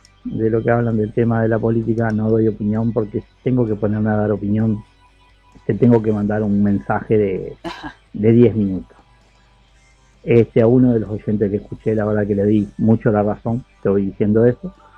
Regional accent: Uruguay; Yo soy criado en el campo, soy medio canario

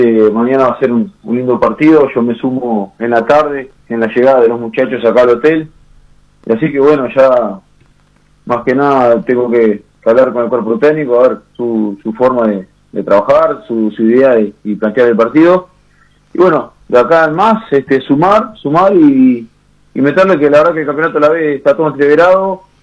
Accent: Uruguay; si bien soy un uruguayo, tengo mi familia ahí

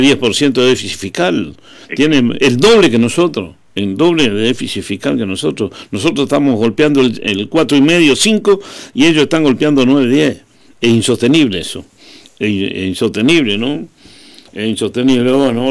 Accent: Uruguay

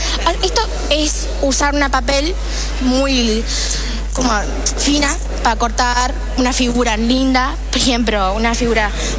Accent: Chengdu, Sichuan, China; Spanish is a second language; moved away as an adult; now in Uruguay; Soy de China, de centro, o sea, L, donde hay panda ahí. O sea, en chino el nombre de la ciudad es Chengdu.

